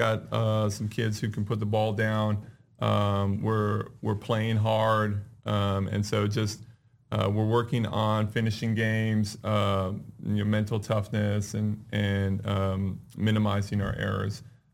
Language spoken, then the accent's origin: English; California, United States; So I grew up in California and I played in high school.